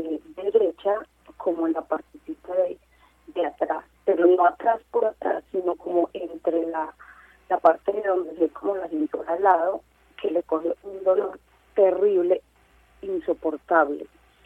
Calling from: Medellín, Antioquia, Colombia; Yo vivo en Medellín

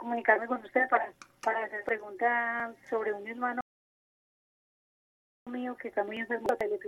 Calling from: Medellín, Antioquia, Colombia; De acá, de Calazán.

